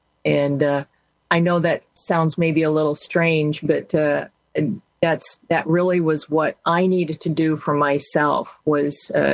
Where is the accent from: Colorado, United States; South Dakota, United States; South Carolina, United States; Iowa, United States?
Iowa, United States; moved away as an adult; And I am from Iowa, and I chose to come back to Iowa after active duty.